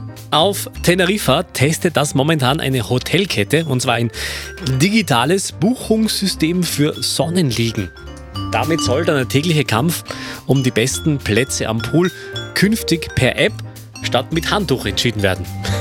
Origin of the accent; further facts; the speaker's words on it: Tyrol, Austria; als Tiroler